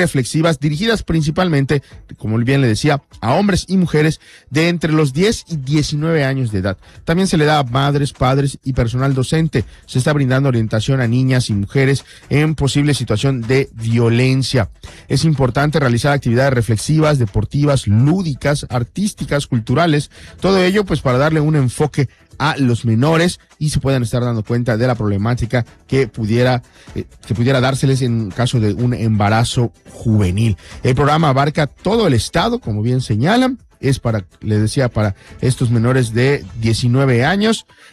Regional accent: Yucatán, Mexico; nosotros como yucatecos

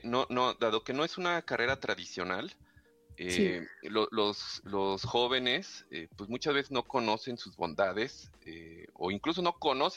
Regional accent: Nezahualcóyotl, State of Mexico, Mexico; pero específicamente yo crecí en Valle de Aragón, que es una está en el municipio de Nezahualcóyotl, de Estado de México.

